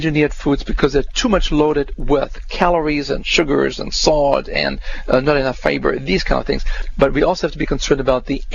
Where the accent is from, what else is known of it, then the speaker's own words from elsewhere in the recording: Germany; You know, we had nothing when I grew up in Germany after the war. We had nothing.